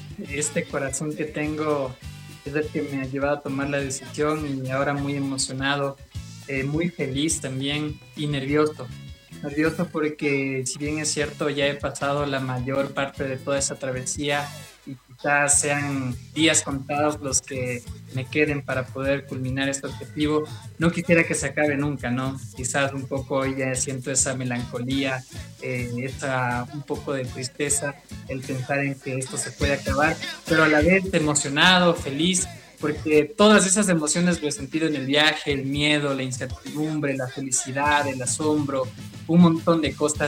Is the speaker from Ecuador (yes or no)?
yes; Ecuador; moved away as an adult; now in Bolivia; salí de mi Ecuador del alma, después pasé por el Perú y ahora Bolivia.